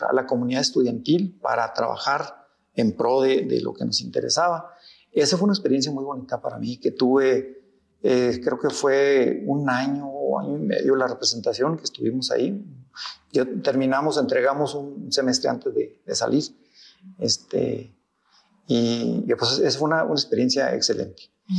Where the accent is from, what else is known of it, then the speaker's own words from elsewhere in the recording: Colonia Oscar Soto Máñez, Chihuahua, Mexico; estando en la secundaria aquí en Colonia Oscar Soto Máñez, en mi pueblo natal